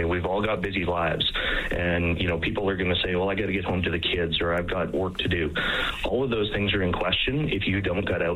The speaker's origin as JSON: {"language": "English", "region": "Alberta", "country": "Canada", "said": "we're distinctly Albertan. We're fully Canadian."}